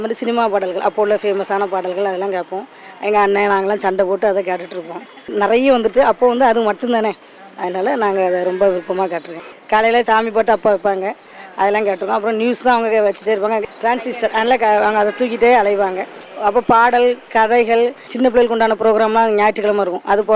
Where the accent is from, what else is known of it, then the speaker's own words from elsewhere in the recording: Kulasekarapattinam, Tamil Nadu, India; பழையங்குட்டை. எனக்கு என்னுடைய சொந்த ஊர் கொலசேரிப்பட்டினம்.